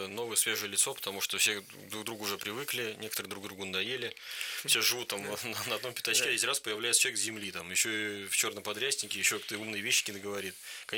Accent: Kirzhach, Vladimir Oblast, Russia; даже вот в нашем Ногинске или в Киржаче, откуда я родом

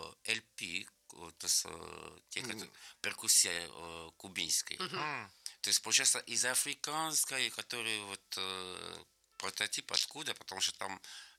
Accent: DR Congo; now in Russia; вот там, где я родился в Демократической Республике Конго, родина Патриса Лумумба

